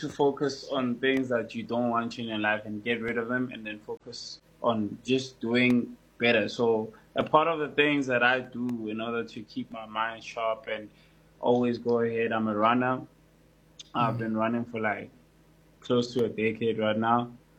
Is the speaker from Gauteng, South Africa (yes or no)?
no; Durban, KwaZulu-Natal, South Africa; I have a lot of kids from, you know, my background, from the hood. I'm from Durban.